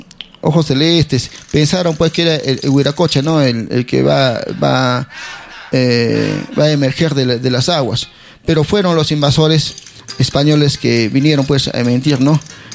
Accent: Peru; los peruanos somos así, solidarios, somos recíprocos, tenemos una... herederos, pues, de nuestra nación tahuantinsuyana.

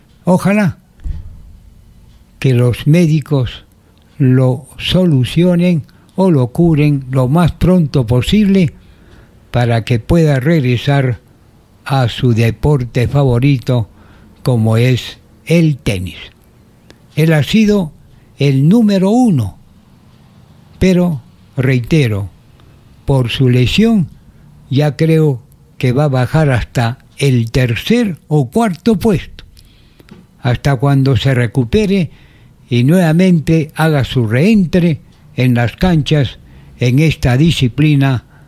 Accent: Arequipa, Peru

